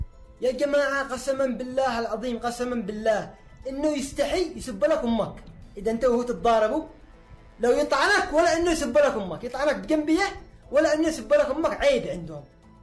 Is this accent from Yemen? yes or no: yes; Yemen; لا يفتنوش بيننا كيمنيين باسم الدين